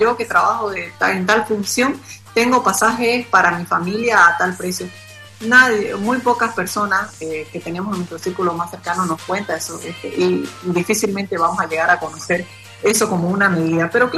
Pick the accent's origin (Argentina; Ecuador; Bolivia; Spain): Bolivia